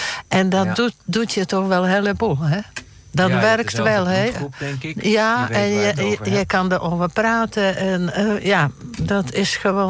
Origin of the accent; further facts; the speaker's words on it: Teplice, Ústí nad Labem Region, Czechia; Dutch is a second language; moved away as an adult; also born or lived in Sweden; now in Netherlands; Ik kom uit Teplice-Zenau. Dat is net over de grenzen waar vroege Oost-Duitsland heel dichtbij bij Dresden.